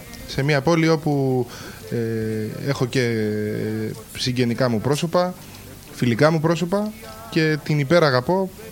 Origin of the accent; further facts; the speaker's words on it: Cyprus; Η καταγωγή μου είμαι από την Κύπρο.